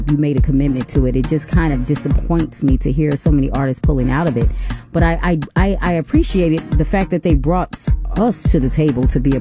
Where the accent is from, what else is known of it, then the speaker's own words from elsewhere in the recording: United States; We are American.